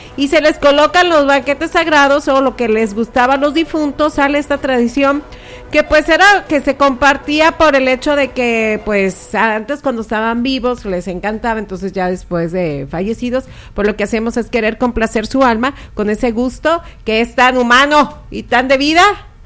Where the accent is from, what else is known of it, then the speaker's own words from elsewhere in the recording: Mexico; así somos los mexicanos.